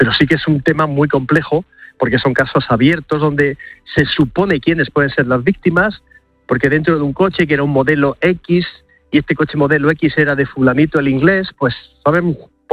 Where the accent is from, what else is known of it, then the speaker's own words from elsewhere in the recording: Almería, Andalusia, Spain; Claro, en este caso concreto de Almería, que por cierto es mi tierra y no muy lejos de por allí, sí, de mi querida Almería